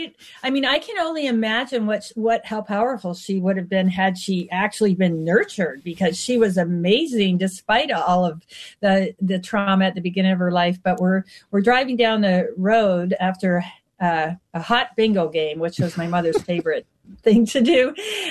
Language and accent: English; Canada; My daughter was very close to my mom, even though I am Canadian. All of my family lives in Canada